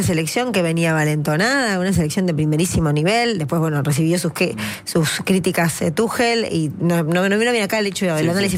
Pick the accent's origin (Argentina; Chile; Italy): Argentina; lo que hace sentir el argentino, y bueno, a algunos les molesta, tenemos una energía muy particular, sí, muy potente